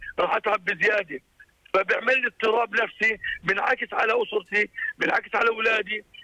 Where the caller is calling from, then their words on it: Jordan; أنا كمواطن أردني